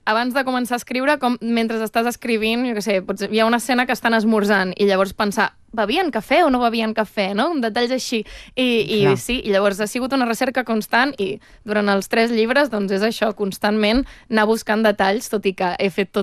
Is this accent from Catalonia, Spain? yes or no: yes; Catalonia, Spain; jo, tot i que sóc catalana i òbviament conec la cultura catalana